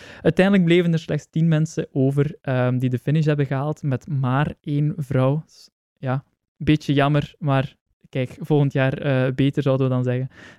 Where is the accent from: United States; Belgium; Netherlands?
Belgium